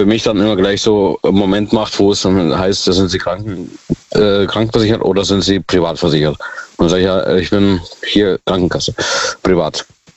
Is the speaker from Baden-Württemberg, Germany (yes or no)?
yes; Ottersweier, Baden-Württemberg, Germany; Jawohl, aus Ottersweier.